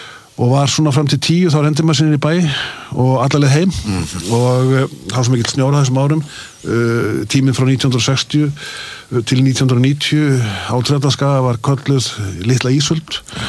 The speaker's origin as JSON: {"language": "Icelandic", "town": "Akureyri", "region": "Northeastern Region", "country": "Iceland", "tie": "born or raised there", "said": "En sko að alast upp á Akureyri þessum tíma í öllum þessum snjóalögum var alveg gríðalegt ævintýri."}